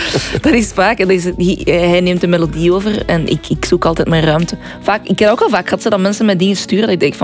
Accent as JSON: {"language": "Dutch", "town": "Bertem", "region": "Flanders", "country": "Belgium", "said": "Maar ja, ik ben een boerengriet van Bertem en ik heb ook wel wat soul, hè."}